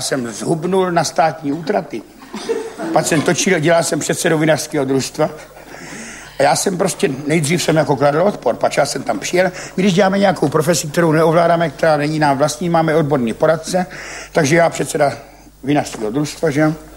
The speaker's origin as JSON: {"language": "Czech", "town": "Ivančice", "region": "South Moravian Region", "country": "Czechia", "said": "jsem z Ivančic, ale nepiju."}